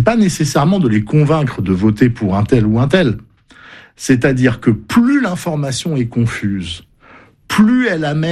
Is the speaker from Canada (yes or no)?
no; Bordeaux, Nouvelle-Aquitaine, France; moi je suis bordelais, je trouve que c'est un très très bon journal